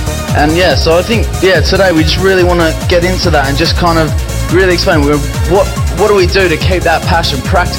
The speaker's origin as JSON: {"language": "English", "town": "Sydney", "region": "New South Wales", "country": "Australia", "moved": "yes", "said": "I'm from Australia, from Sydney"}